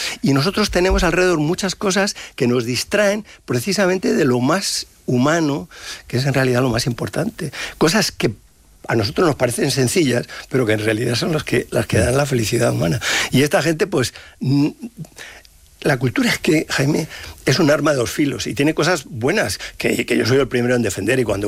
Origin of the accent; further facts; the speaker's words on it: Madrid, Community of Madrid, Spain; now in Salamanca, Spain; yo soy madrileño, y ahora estoy adoptado en Salamanca por la cátedra